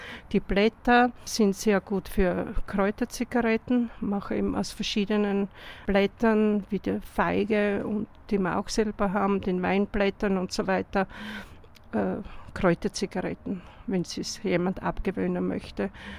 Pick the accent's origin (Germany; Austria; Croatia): Austria; Jamm, Styria; moved away; ich komme auch aus Jam bei St. Anna am Maigen.